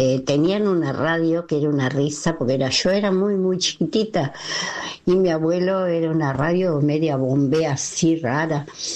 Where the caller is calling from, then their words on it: Seville, Andalusia, Spain; desde Sevilla, la mamá de Cristian.